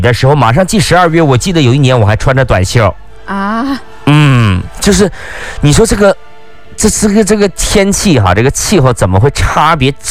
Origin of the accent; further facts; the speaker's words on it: northern China, China; moved away; 我是从小在北方长大的